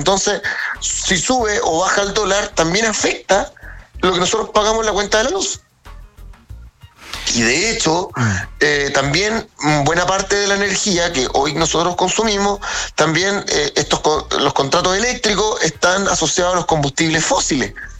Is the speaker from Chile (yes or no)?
yes; Chile